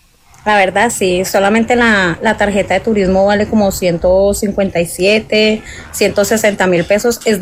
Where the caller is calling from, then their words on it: San Andrés, San Andrés, Providencia and Santa Catalina, Colombia; No, yo vivo en San Andrés.